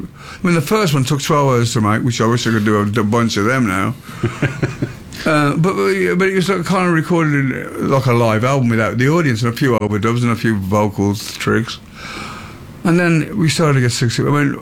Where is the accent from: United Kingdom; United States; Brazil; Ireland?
United Kingdom; Birmingham, West Midlands; I'm a Brummie, and I always will be. I'm not ashamed to say that. I love being a Brummie.